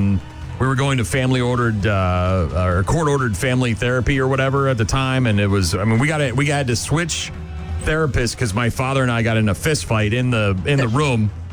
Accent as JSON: {"language": "English", "town": "Nashua", "region": "New Hampshire", "country": "United States", "tie": "born or raised there", "said": "We lived, we moved into a house on Syracuse Road in Nashua, New Hampshire, my hometown. And I grew up there. I spent most of my life there"}